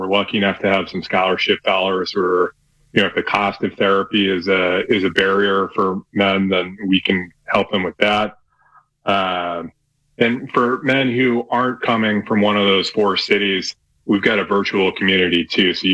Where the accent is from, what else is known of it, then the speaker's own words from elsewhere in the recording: New England, United States; moved away; I grew up in New England